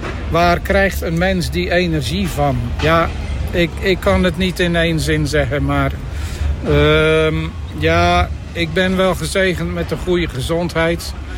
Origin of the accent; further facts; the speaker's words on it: Zoutelande, Zeeland, Netherlands; Ik kom uit Zoutelanden en ik ben nog 69, maar ik word dit jaar 70.